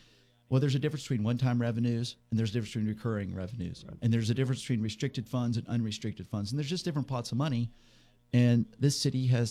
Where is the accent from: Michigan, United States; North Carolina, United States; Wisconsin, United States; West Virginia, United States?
West Virginia, United States; Elkins; You know, I grew up, I'm originally from Elkins. I grew up as a YMCA gym rat in Elkins.